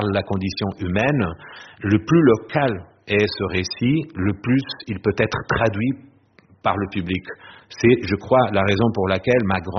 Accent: Portugal; now in France; en tant que Portugais

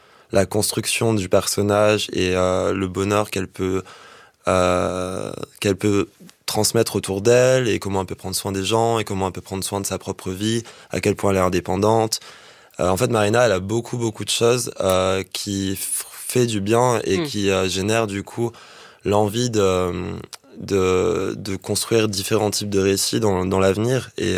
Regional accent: Réunion, France

